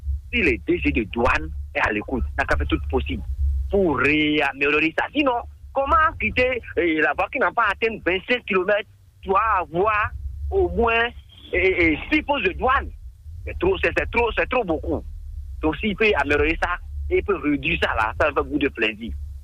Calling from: Cotonou, Littoral, Benin; je suis de Cotonou, Kati Djelaï.

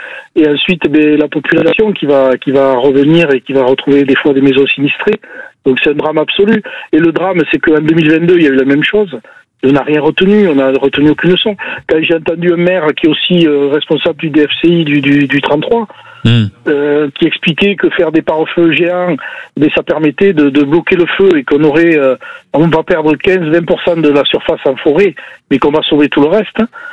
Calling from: Nouvelle-Aquitaine, France; moi je suis à Lot-et-Garonne

